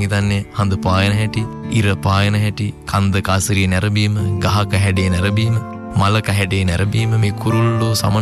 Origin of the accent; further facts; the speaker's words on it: Colombo, Western Province, Sri Lanka; මම 1988 ජූලි 7 වෙනිදා ඉපදෙන්නේ කොළඹදී. ප්‍රාථමික අධ්‍යාපනය තලංගමුතුර කොස්සත්ත MDA ජයවර්ධන මහාවිද්‍යාලයේ. මම ශිෂ්‍යත්වයේ සමත් වෙලා කොළඹ රාජකීය විද්‍යාලයට යනවා.